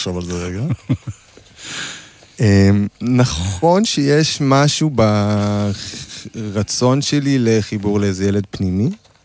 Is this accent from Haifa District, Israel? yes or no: no; Jerusalem, Jerusalem District, Israel; וגם כי אנחנו ירושלמים.